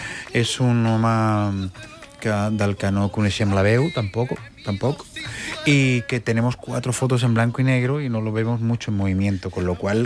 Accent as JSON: {"language": "Spanish", "town": "Badalona", "region": "Catalonia", "country": "Spain", "said": "Federico estuvo en mi tierra, ¿no?"}